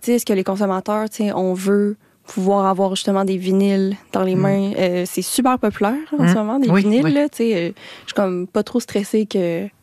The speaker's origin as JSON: {"language": "French", "town": "Quebec City", "region": "Quebec", "country": "Canada", "lives_now": "Montreal, Canada", "said": "je viens de Québec."}